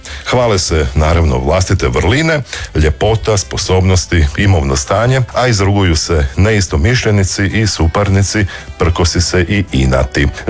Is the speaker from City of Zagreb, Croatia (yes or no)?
no; Osijek, Osijek-Baranja County, Croatia; došao sam iz Osijeka, urbani sam Slavonac, nisam šokac